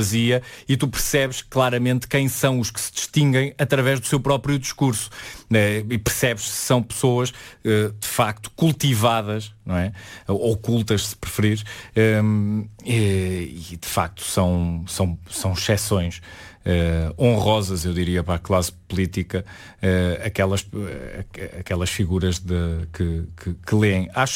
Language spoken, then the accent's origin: Portuguese; Espinho, Norte, Portugal; also born or lived in Porto; eu nasci no Porto, mas os meus pais eram professores e estavam colocados em Espinho. E eu vivia ao lado da Biblioteca Municipal de Espinho. Tive a sorte de ser um miúdo que cresceu na rua